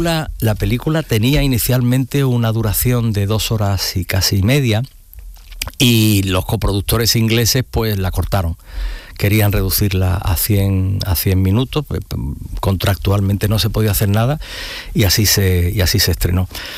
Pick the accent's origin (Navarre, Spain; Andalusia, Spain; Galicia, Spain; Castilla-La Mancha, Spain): Andalusia, Spain; Seville; now in Madrid, Spain; Y he hecho aquí mi tierra, que es Andalucía, y que bueno, yo me vine muy niño, muy jovencito a Sevilla, y aquí he rodado mucho.